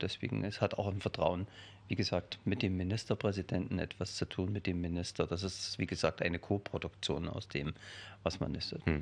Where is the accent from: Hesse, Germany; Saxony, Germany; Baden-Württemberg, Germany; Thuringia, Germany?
Thuringia, Germany; Hirschberg; Also ich bin gebürtiger Thüringer, bin 1965 in Hirschberg an der Saale geboren, im südöstlichsten Zipfel Thüringens, kann man sagen, genau an der Grenze zwischen Bayern, Thüringen und Sachsen. Bin ja Thüringer Vogtländer